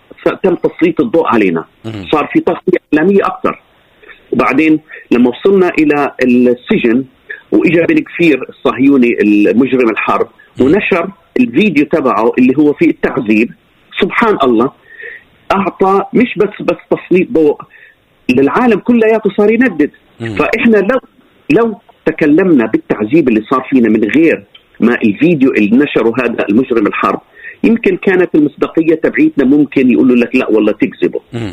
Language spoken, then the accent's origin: Arabic; Gaza, Gaza Strip, Palestine; وانا شخصيا كفلسطيني كمن غزة